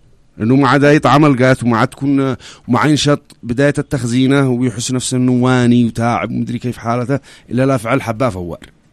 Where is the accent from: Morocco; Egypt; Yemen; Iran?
Yemen; وإحنا شعب يمني